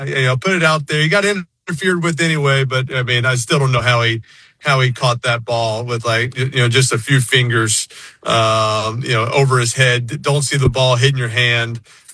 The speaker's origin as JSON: {"language": "English", "town": "New Orleans", "region": "Louisiana", "country": "United States", "tie": "born or raised there", "said": "I grew up in New Orleans. I knew what a parade was. I've kind of seen Mardi Gras and I thought that was crazy."}